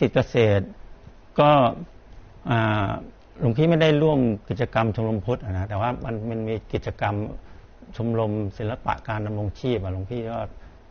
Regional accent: Chachoengsao, Thailand; หลวงพี่เกิดที่จังหวัดฉะเชิงเทรานะก็ครอบครัวก็เป็นครอบครัวพุทธศาสนาแหละ

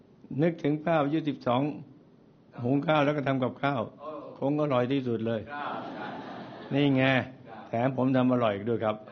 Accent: Min Buri, Bangkok, Thailand; มีนบุรีกรุงเทพมหานครนี่นะเจ้าผมเติบโตมาในครอบครัวทำมาหากินกับพืชพันธุ์ที่เกิดขึ้นเป็นครั้งแรกของโลกนี่จ้ะ

